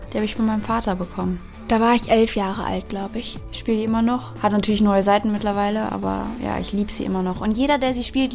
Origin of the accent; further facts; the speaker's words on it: Cologne, North Rhine-Westphalia, Germany; Ich komme aus dem Rheinland, aus Köln.